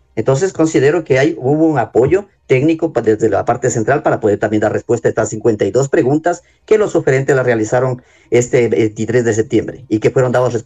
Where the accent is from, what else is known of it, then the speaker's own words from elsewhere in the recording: Zamora-Chinchipe, Ecuador; los que estamos perdiendo somos los zamoranos chinchipenses